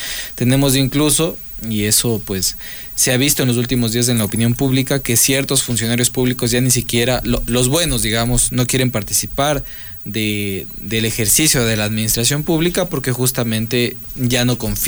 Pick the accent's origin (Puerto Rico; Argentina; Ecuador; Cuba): Ecuador